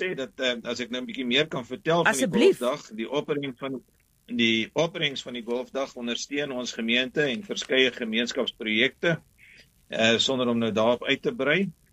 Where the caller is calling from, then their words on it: Pretoria, Gauteng, South Africa; Ons is ook van Valeria. En dit is die NG Kerk Pierneef in Valeria.